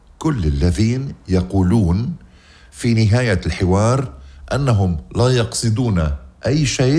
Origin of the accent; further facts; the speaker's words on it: Lebanon; فنحن نقصد الطيبة والمحبة لوطننا لبنان.